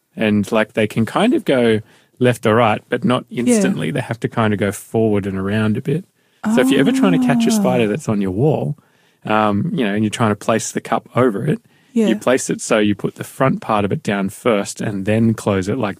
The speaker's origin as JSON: {"language": "English", "town": "Newcastle", "region": "New South Wales", "country": "Australia", "tie": "born or raised there", "moved": "yes", "lives_now": "Melbourne, Australia", "said": "I remember growing up in Newcastle"}